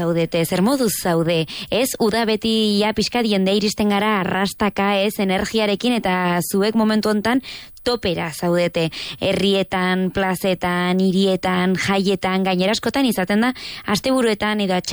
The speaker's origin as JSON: {"language": "Basque", "town": "Ultzama", "region": "Navarre", "country": "Spain", "said": "ni Ultzamakoa naiz"}